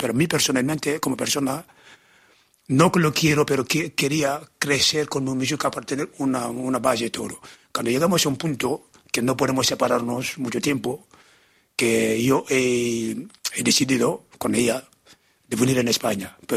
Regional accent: Cap Skirring, Ziguinchor, Senegal; Spanish is a second language; moved away as an adult; also born or lived in Dakar / Gorée Island; now in Vielha, Spain; yo siempre vivía al lado del mar. Nací en Casamance, en el sur de Senegal, he crecido en Cap Screen, al lado de la playa. Y después, cuando está Dakar es casi una isla. En Gore he vivido al lado del mar también.

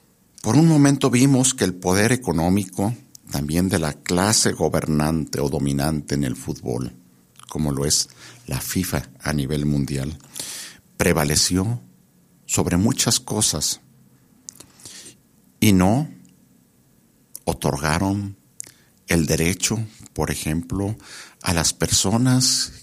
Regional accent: Mexico

